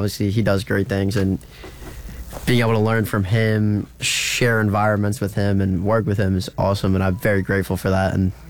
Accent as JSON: {"language": "English", "country": "United States", "said": "Well, obviously I'm American."}